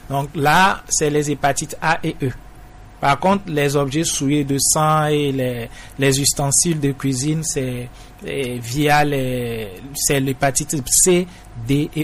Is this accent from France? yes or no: no; Togo; chez nous au Togo